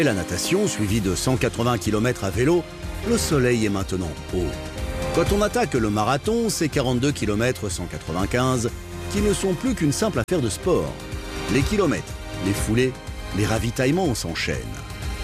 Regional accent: Toronto, Ontario, Canada; je viens de Toronto, Canada, je me suis engagé sur l'Ironman de Tours en France.

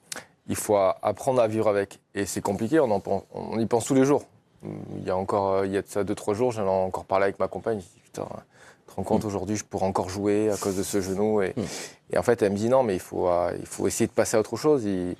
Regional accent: Bordeaux, Nouvelle-Aquitaine, France; je rentre chez moi à Bordeaux

